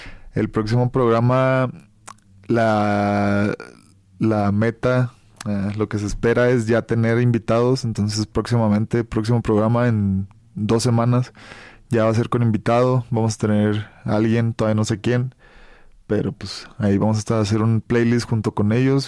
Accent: Mexico; cuando estaba morro, pues crecí en la frontera, ¿no? Entonces crecí en este pedo como muy chicano, muy cholo, muy todo este pedo

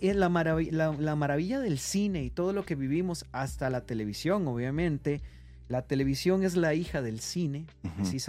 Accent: Costa Rica; also born or lived in Nicaragua; now in Mexico; yo me crié en Costa Rica, nací en Nicaragua, me crié en Costa Rica. Tengo como esas dos partes, ¿verdad?

